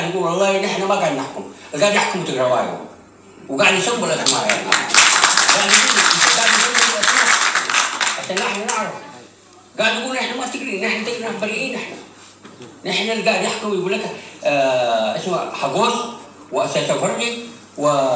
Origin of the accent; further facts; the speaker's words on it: Eritrea; احنا الشعب الريتري